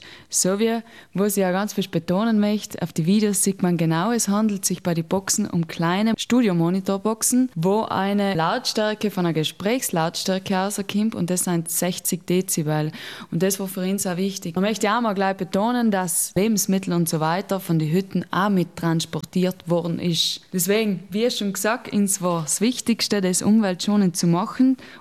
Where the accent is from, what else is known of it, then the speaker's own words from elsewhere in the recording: Trentino-Alto Adige, Italy; Ich bin ja Südtirolerin, ich komme aus dem Wipptal